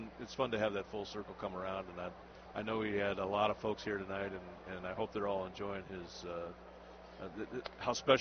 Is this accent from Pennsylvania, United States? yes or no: no; West Des Moines, Iowa, United States; I'm from West Des Moines